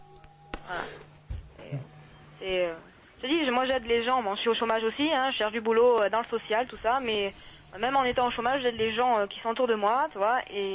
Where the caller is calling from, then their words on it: Cestas, Nouvelle-Aquitaine, France; 25 ans, de Sestas.